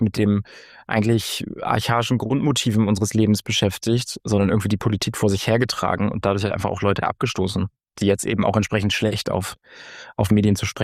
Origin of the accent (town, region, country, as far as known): East Germany, Germany